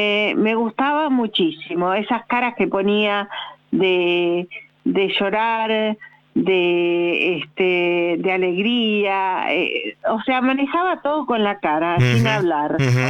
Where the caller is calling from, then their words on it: Acassuso, Buenos Aires Province, Argentina; de Acasuso.